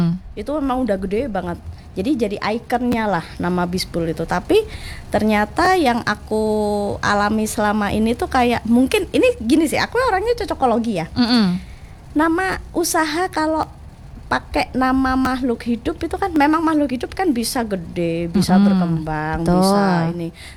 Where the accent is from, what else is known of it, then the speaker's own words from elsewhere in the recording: Java, Indonesia; Jadi karena aku juga wong Jawa ya.